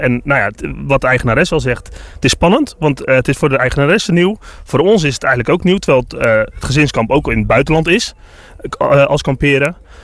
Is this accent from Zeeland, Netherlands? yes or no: yes; Vlissingen, Zeeland, Netherlands; born there; now in Harskamp, Netherlands; Ik ben van oorsprong zelf een Zeeuw. Dus ik kom uit Vlissingen. Daar ben ik heel trots op nog steeds. Maar we zitten nu een keer echt helemaal aan de andere kant van Nederland.